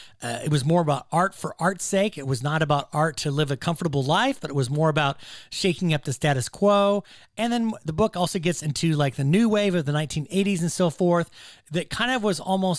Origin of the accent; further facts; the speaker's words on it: Davis, California, United States; my hometown here in Davis, California